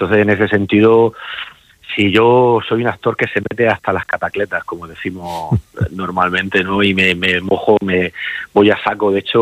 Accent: Cartagena, Region of Murcia, Spain; moved away; me estoy pasando las vacaciones en Cartagena porque yo también me voy acercando a mi tierra, ¿no? Yo soy de aquí, estoy allí trabajando, pero también veo que necesito recoger mis raíces.

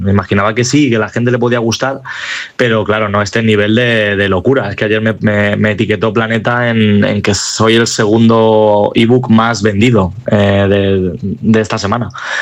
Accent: Almansa, Castilla-La Mancha, Spain; más que mi pueblo, que sí que yo quería hacer ese homenaje a Almansa

